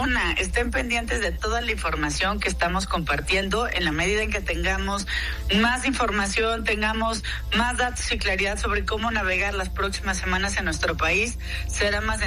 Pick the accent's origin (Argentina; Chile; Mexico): Mexico